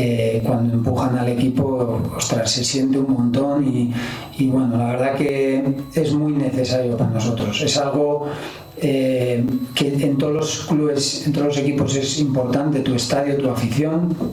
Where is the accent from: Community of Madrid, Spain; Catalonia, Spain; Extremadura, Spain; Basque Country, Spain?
Basque Country, Spain; Obviamente, por ser vasco es un partido especial, no lo voy a negar. Yo siempre, como vasco, siempre he tenido cariño a todos los equipos vascos.